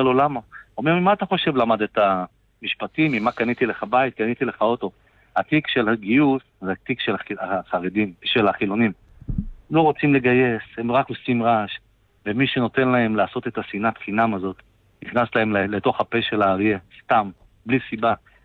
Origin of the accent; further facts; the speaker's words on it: Tel Aviv, Tel Aviv District, Israel; אני תל אביבי שמתעסק גם בענף המסעדות